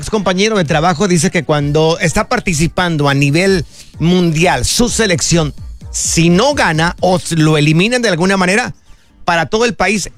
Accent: Mexico; yo estoy contento siendo mexicano.

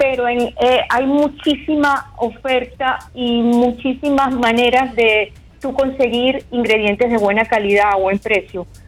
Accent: Venezuela; now in Miami, United States; soy venezolana, soy emprendedora aquí en Miami

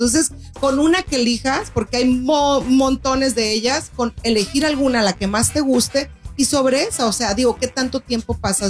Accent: Mexico; Tomen en cuenta que soy mexicana y ranchera, ¿no?

